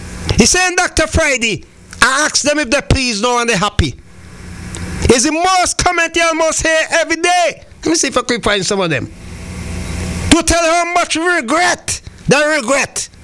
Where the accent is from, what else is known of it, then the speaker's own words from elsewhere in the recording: St. Vincent & Grenadines; moved away; my hometown in St. Vincent and the Grenadines.